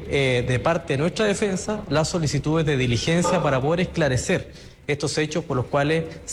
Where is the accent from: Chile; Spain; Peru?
Chile; Evidentemente, como cualquier chileno, tenemos el legítimo derecho a defendernos